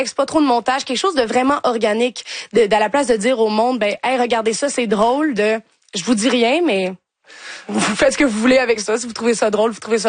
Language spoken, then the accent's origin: French; Quebec, Canada; now in Montreal, Canada; moi, je viens de Québec, j'ai vu un petit peu des gens comme ça, puis je suis dans Hochelaga aussi